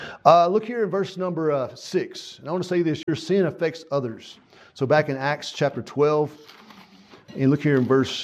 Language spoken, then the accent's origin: English; United States; born there; I was born in America. Out of all the places in the world I could have been born, God let me be born in America. I'm an American citizen.